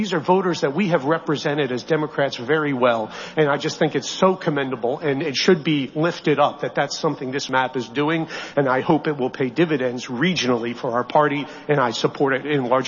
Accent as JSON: {"language": "English", "region": "West Virginia", "country": "United States", "said": "I'm a member from West Virginia, and I rise in support of the calendar. I come from a state in the heart of Appalachia"}